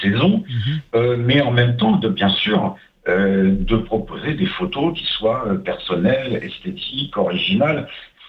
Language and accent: French; Grand Est, France; now in Saint-Gély-du-Fesc, France; chez moi en Champagne